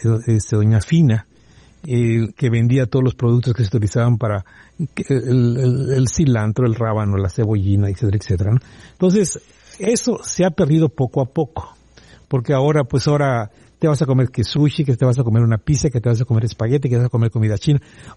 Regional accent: Mérida, Yucatán, Mexico; yo soy de Santana

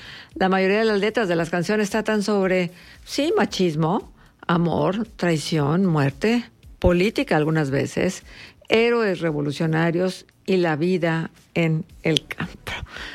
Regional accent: Mexico; lo que sí es cierto es que como buenos mexicanos amamos la música de mariachi

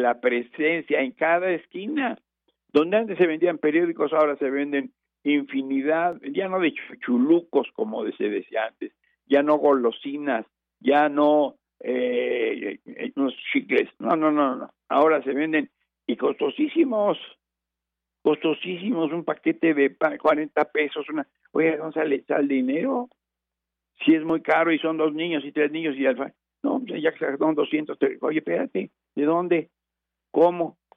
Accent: Mexico; Somos los mexicanos

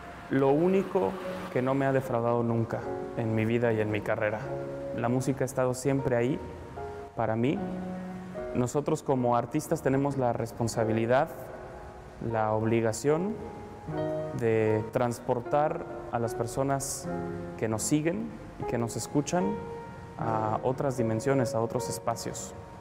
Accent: Mexico; los mexicanos tenemos mucho eso.

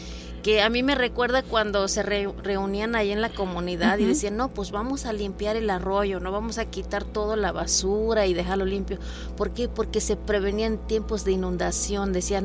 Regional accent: Tantoyuca, Veracruz, Mexico; moved away; estoy aquí de residente, pero pues allá dejé parte de mi vida. Entonces, uh-huh. Yo soy de Palmital, pertenece sí. a Tantuyuca. Palmital uh-huh. ya está colinda con casi como 20 minutos al estado de Hidalgo

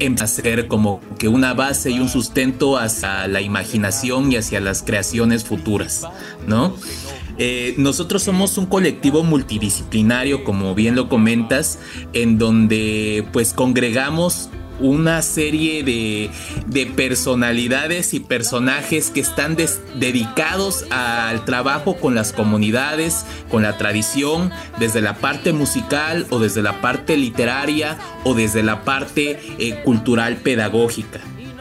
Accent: Veracruz, Mexico; Somos todos veracruzanos

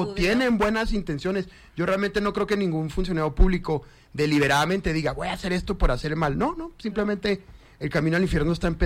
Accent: Mexico; uno como mexicano, pues somos los malos allá

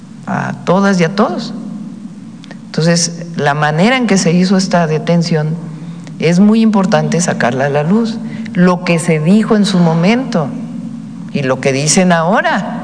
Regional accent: Mexico; porque todas y todos somos mexicanos.

